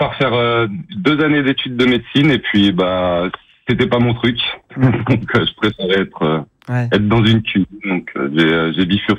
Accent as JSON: {"language": "French", "town": "Saint-Gervais-les-Bains", "region": "Auvergne-Rhône-Alpes", "country": "France", "tie": "born or raised there", "also_born_or_lived": "Albertville", "said": "Je suis né à Albertville. Et puis, je suis arrivé très très tôt à Saint-Gervais. Donc, j'ai quasiment connu que ce village depuis petit. J'ai essayé de m'en aller de cette vallée, mais je suis à chaque fois revenu."}